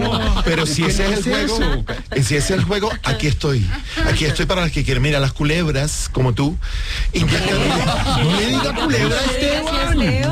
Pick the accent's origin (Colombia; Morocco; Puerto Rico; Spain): Colombia; Barranquilla, Atlántico; Y soy un colombiano, y soy barranquillero.